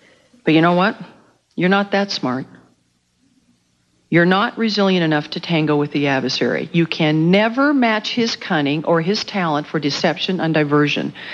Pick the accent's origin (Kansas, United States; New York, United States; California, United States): Kansas, United States; I grew up in Kansas, the great basketball state of Kansas.